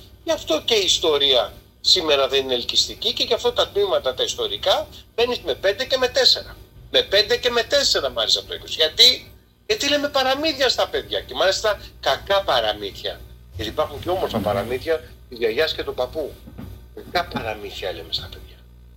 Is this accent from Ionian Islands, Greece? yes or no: yes; Ionian Islands, Greece; Εγώ στην πατρίδα μου τα Επτάνησα είχα 600 χρόνια φραγκοκρατία και ενετοκρατία.